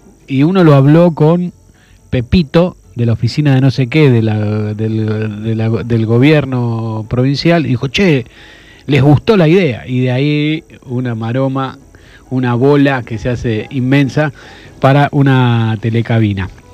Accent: Argentina; así somos en Argentina.

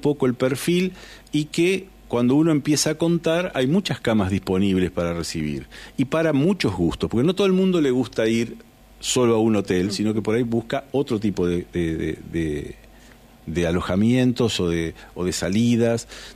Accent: Concepción del Uruguay, Entre Ríos, Argentina; nosotros como uruguayenses, concepcioneros, en fin, como les guste el gentilicio

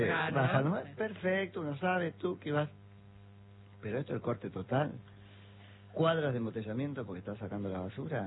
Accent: San Andrés de Giles, Buenos Aires Province, Argentina; yo me acuerdo cuando era chiquito en San Andrés de Giles, ha cambiado muchísimo la recolección de basura.

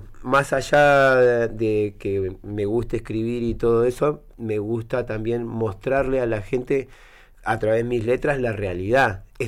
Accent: Río Gallegos, Santa Cruz, Argentina; De acá, de Río Gallegos. Nací.

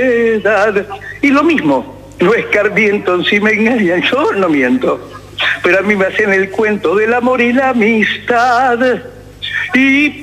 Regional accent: Buenos Aires, Argentina; born or raised there

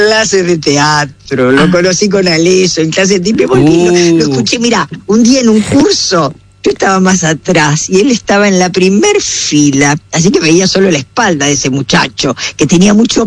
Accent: Buenos Aires, Argentina; Yo nací en la ciudad de Buenos Aires, y los primeros años, hasta los 9 años, vivíamos con mi mami y con mi papá en la casa con mis abuelos

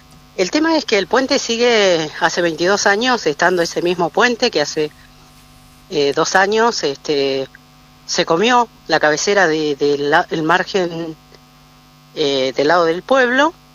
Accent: Río Chico, Argentina; yo soy de Río Chico, vivo allá, y bueno, ahora por razones de salud andaba por la ciudad.

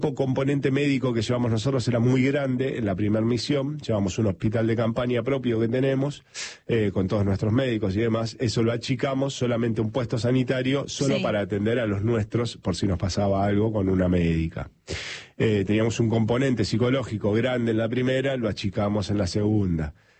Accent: Argentina; Somos argentinos, somos de sangre caliente

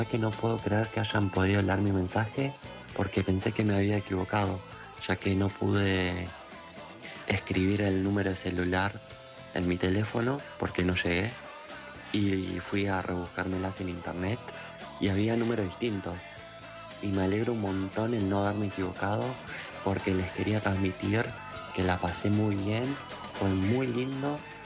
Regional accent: Buenos Aires, Argentina; Y sí, soy de Buenos Aires. Estudio terapia ocupacional.

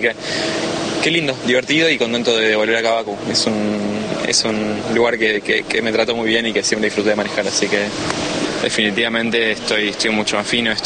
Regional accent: Argentina; demostrar que soy argentino, que estoy muy orgulloso de serlo y de llevar esa bandera argentina por la pista

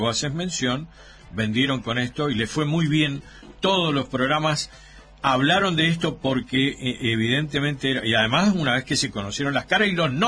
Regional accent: Argentina; somos así los argentinos.

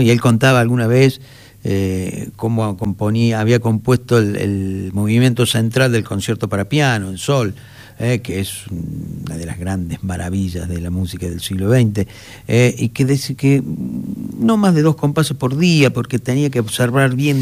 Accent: Argentina; Orgullo nuestro, orgullo argentino

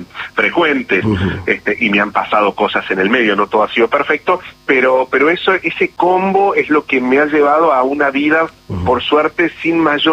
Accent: Río Cuarto, Córdoba, Argentina; born there

